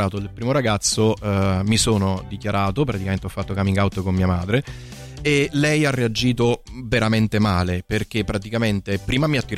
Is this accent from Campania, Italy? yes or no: yes; Avellino, Campania, Italy; io sono originario di Avellino